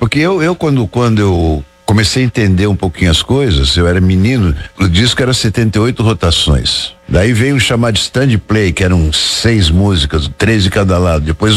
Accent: Taubaté, São Paulo, Brazil; Eu fui criado numa cidade ao lado de Aparecida, que é Taubaté. Aparecida, eu assim, 15, 20 minutos estava em Aparecida, então tinha uma relação de presença na cidade muito grande.

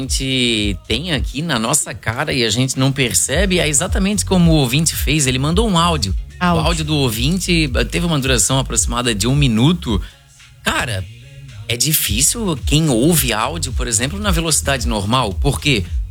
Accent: São Paulo, Brazil; accent: peixeiro; eu falo rápido com esse meu sotaque peixeiro.

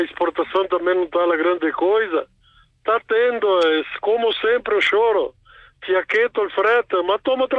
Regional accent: Brazil; moved away; padroeiro lá da minha terra natal, Linha Araújo e Souza

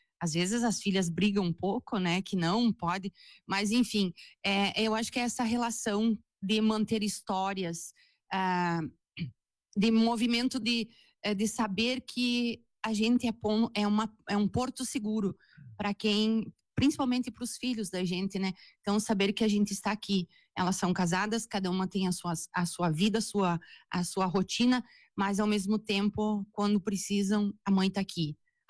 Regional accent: Giruá, Rio Grande do Sul, Brazil; moved away as an adult; now in Soledade, Brazil; Eu sou natural de Giruá, eu vim para a Soledade há 22 anos atrás, então em 2004

